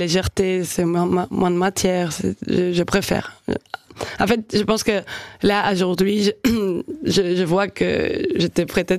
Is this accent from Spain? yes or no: yes; Spain; moved away as an adult; also born or lived in Marseille; now in Switzerland; venant surtout d'Espagne, il y a une telle culture du vin